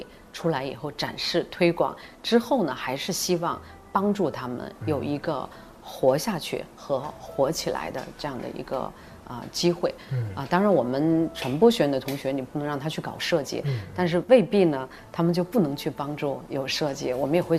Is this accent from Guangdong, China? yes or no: yes; Guangdong, China; 他们粤语肯定不比我们真正土生土长的这个传统的广东人士呢说得差啊